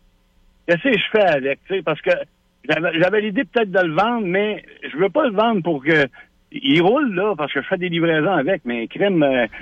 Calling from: Charlesbourg, Quebec, Canada

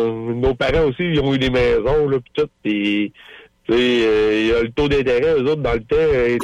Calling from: Sainte-Brigitte-de-Laval, Quebec, Canada; je suis à Sainte-Brigitte de Laval.

